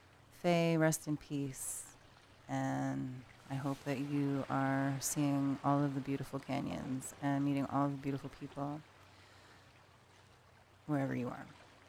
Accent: New York City, New York, United States; She asks, where are you from? I say, from New York City.

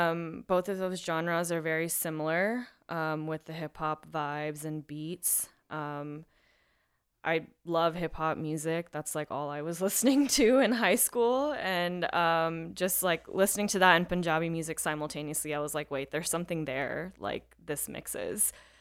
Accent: Austin, Texas, United States; born there; I've been in Austin since I was 7, a local Austinite

